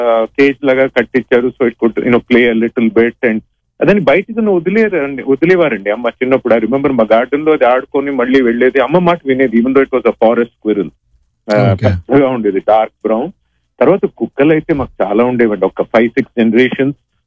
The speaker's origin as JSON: {"language": "Telugu", "town": "Hyderabad", "region": "Telangana", "country": "India", "tie": "born or raised there", "said": "నేను చిన్నప్పుడు హైదరాబాద్ లో"}